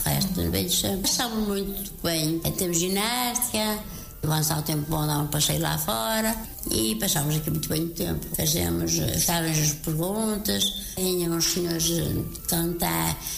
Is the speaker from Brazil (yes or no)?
no; Galegos, Portugal; Sou de Galegos e fiquei muito contente de fazer aqui isto. Esta área toda era do primo direito do meu pai, que era Padre António.